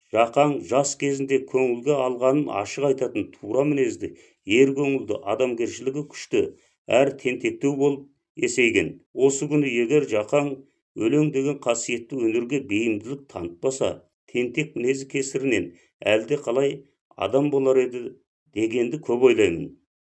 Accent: Künes County, Xinjiang, China; Мен Іле облысы Күнес ауданы Кеңсу қалашығы Кеңсу қыстағында тұратын

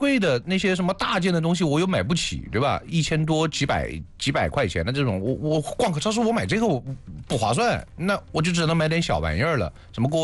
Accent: Hunan, China; moved away as an adult; also born or lived in Anhui; 我是湖南人。

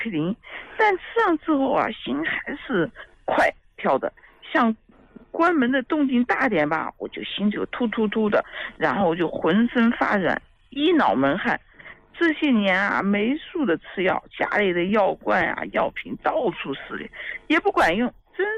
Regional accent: Nanjing, Jiangsu, China; 李老师，我是南京的。

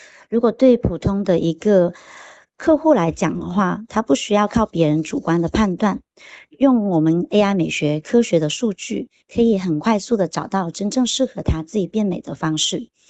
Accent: Hong Kong; now in Huizhou, China; 高铁一个小时的生活圈，我觉得是非常适合我们港人双向通勤和发展的。

